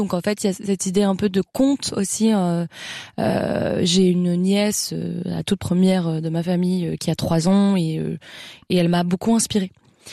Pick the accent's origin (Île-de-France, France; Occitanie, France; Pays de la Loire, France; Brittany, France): Île-de-France, France; Paris; first language French; je pense que ça vient du fait que j'ai grandi à Paris et que Paris est une ville très mélangée, avec des gens de partout.